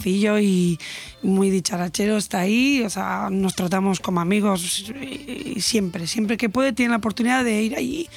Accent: Basque Country, Spain; como buena vasca digo, aprieto ahí, me meto y que sea lo que Dios quiera.

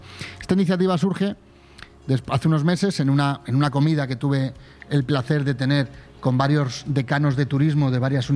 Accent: Spain; Y somos muchos más españoles viviendo...

